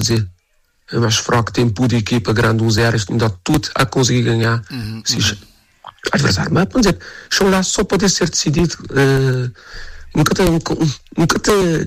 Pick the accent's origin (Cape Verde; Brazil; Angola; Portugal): Cape Verde